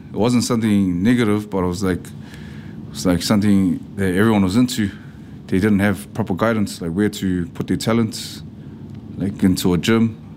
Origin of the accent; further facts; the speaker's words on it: Auckland, New Zealand; I was raised in Otara, so there's a lot of like fighters in Otara